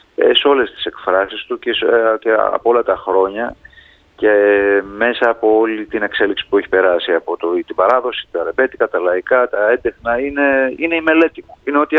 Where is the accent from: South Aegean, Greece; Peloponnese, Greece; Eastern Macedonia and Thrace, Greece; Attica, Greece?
South Aegean, Greece; Apeiranthos; Σωστά, είμαι από την Απείρανθο, καταβολές της μητέρας μου από την Απείρανθο της Νάξου, αυτό το φοβερό χωριό, το Ορεινό.